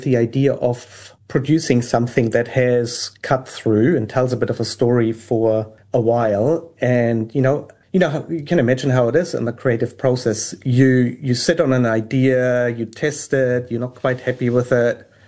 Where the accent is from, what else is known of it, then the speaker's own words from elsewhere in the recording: Germany; moved away as an adult; And I'm from Germany. I lived in Germany at the time.